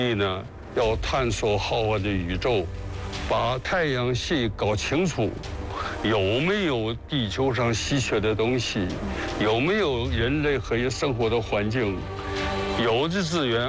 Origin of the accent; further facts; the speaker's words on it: China; 我们中国人在这块不能落后，